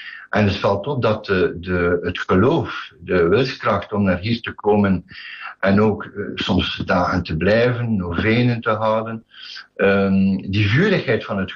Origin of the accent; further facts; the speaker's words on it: Bottelare, Flanders, Belgium; Ik ben dus geboren en getogen in Bottelaren.